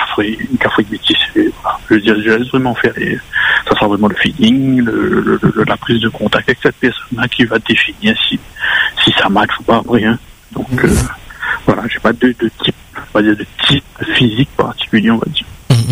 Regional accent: Hauts-de-France, France; Je suis du Nord, donc si c'est quelqu'un du Nord, c'est idéal.

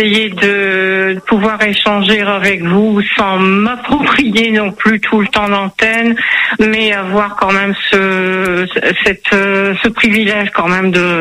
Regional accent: Hauts-de-France, France; Bon, nous sommes originaires des Hauts-de-France.

